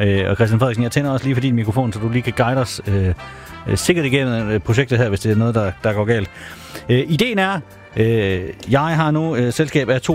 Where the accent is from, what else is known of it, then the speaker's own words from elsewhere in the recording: Jutland, Denmark; Ikke på den måde, jeg er selv fra Jylland, men sådan, lad os være ærlige.